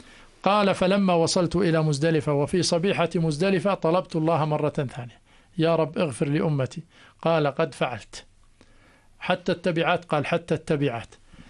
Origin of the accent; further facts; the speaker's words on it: Jordan; أننا نمثل بلدنا. لما تقول أنا حاج أردني